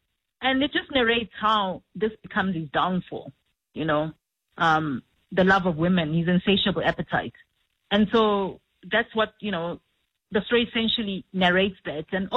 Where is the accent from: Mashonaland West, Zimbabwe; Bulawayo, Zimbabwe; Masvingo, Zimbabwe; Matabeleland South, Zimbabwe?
Bulawayo, Zimbabwe; English is a second language; So I'm a Zimbabwean. And I grew up in Bulawayo. I was raised in a very conservative Catholic home. And when I started working and my first job in Harare